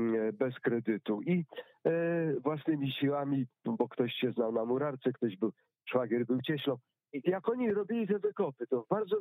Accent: Pomeranian Voivodeship, Poland; z moich rodzinnych stron, mianowicie Kaszuby, wieś koło Herowa

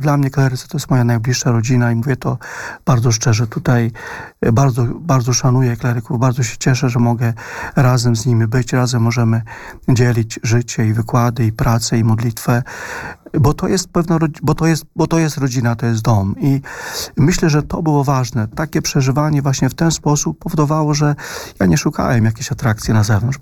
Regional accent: Borawe, Podlaskie Voivodeship, Poland; moved away as an adult; also born or lived in Modena, Italy; Ja byłem wtedy uczniem 6 klasy szkoły podstawowej w mojej rodzinnej miejscowości w Borawem

